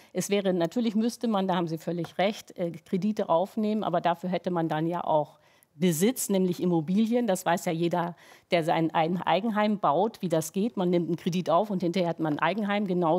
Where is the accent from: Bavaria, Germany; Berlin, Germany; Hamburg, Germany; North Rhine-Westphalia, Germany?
Hamburg, Germany; Ich komme aus Hamburg.